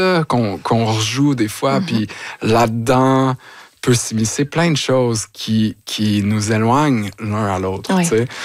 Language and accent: French; Quebec, Canada; Et donc, moi, je suis retourné dans ma région natale, c'est-à-dire Vaudreuil-Soulanges